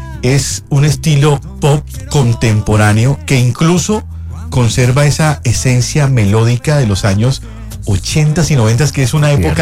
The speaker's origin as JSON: {"language": "Spanish", "town": "Barranquilla", "region": "Atlántico", "country": "Colombia", "lives_now": "Bogotá, Colombia", "said": "Yo vengo de Barranquilla, pero también me enamoré de la hermosa y fría Bogotá."}